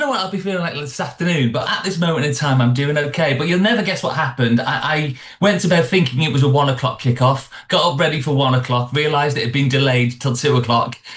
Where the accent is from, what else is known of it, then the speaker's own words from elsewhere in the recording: United Kingdom; as the British